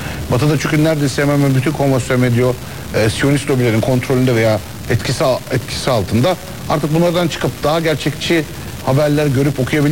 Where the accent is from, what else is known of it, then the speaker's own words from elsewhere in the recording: Ankara, Turkey; Bir kere Ankara'da arkadaşım, çok Ankaralıyım ben de.